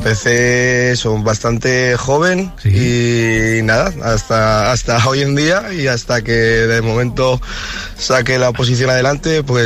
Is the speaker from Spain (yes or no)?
yes; Gijón, Asturias, Spain; soy de Gijón, no de Ribadesella, pero doy clases en Ribadesella.